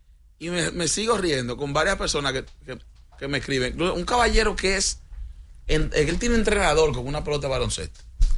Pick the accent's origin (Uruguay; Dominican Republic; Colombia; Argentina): Dominican Republic; somos dominicanos